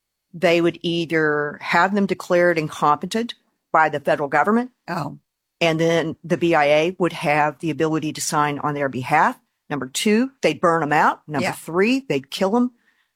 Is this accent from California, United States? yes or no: no; Oklahoma, United States; born there; You know, I was born there on the Osage Reservation.